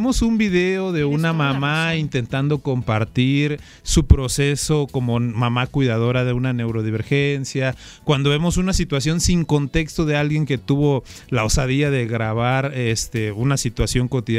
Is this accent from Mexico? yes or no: yes; Acayucan, Veracruz, Mexico; yo soy de Acayucan. Uh-huh. Y aunque estamos en Veracruz, culturalmente la forma en la que nosotros nos expresamos en el sur, en el norte y en el centro es totalmente diferente.